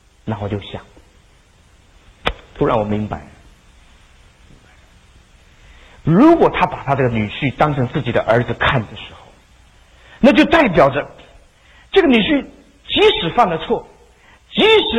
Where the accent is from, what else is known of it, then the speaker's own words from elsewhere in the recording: China; 我们中国人说，说谢谢还见外，对不对？